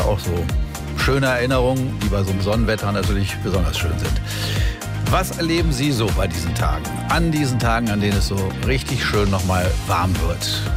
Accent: Lauenau, Lower Saxony, Germany; ich war ja gestern in meiner Heimat Lauenau, in meinem Heimatort Lauenau.

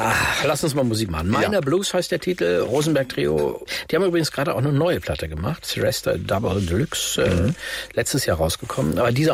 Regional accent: Netherlands; also komme ich übrigens aus den Niederlanden

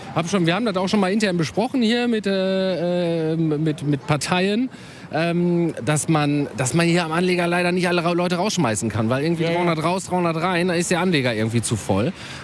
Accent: Finkenwerder, Hamburg, Germany; ich bin aus Finkenwerder.

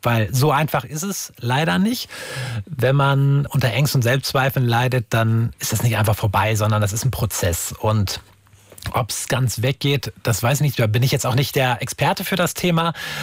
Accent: Wolfenbüttel, Lower Saxony, Germany; born there; Die wird in meiner Geburtsstadt im Wolfenbüttel sein.

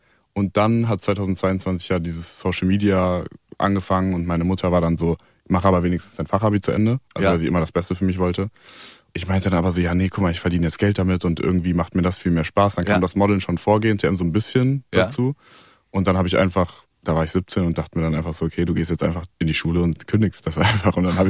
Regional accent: Melsungen, Hesse, Germany; In Kassel, also Nähe Kassel, Melsungen heißt das.

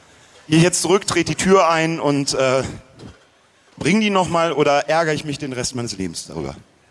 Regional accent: Eifel, Germany; ich bin in der Eifel aufgewachsen.

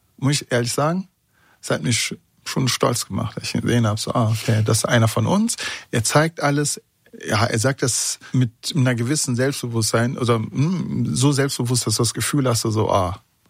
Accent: Bonn, North Rhine-Westphalia, Germany; Und das ist etwas gewesen, was mich A als Bonner, B als Freund und C als Gleichgesinnter hinsichtlich der Haltung dann halt auch irgendwo stolz gemacht hat.

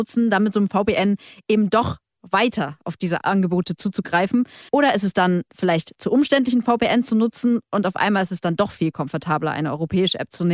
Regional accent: Bremen, Germany; Also ich würde immer auf mein Heimatbundesland Bremen tippen

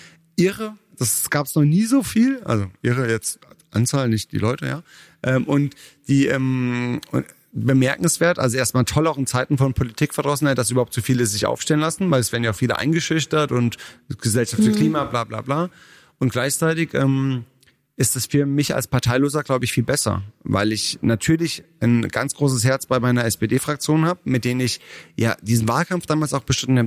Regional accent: Rhineland-Palatinate, Germany; also erstens, ich bin kein Stuttgarter, sondern Pfälzer.

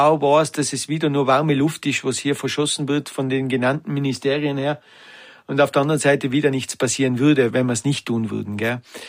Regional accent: Gries am Brenner, Tyrol, Austria; Ich bin gebürtiger Grieser, ich bin da geboren, ich bin da aufgewachsen.

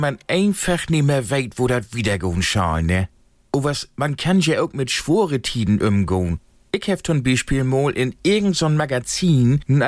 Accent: Mecklenburg-Vorpommern, Germany; was auch bei uns in McPom und so in Gang sind.

